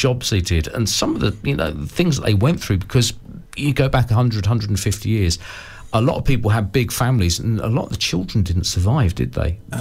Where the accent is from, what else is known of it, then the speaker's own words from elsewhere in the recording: Welwyn Garden City, East of England, United Kingdom; I grew up in Welwyn Garden City, which was a new town.